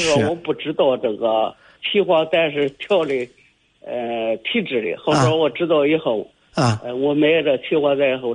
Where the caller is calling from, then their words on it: Luquan, Hebei, China; 我是石家庄鹿泉市人